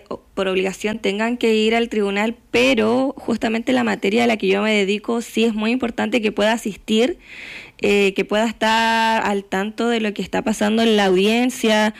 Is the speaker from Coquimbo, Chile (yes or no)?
yes; Ovalle, Coquimbo, Chile; born there; soy abogada, nací acá en Ovalle